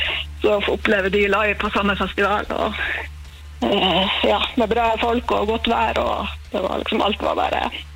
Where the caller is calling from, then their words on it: Northern Norway, Norway; når jeg kommer fra Nord-Norge.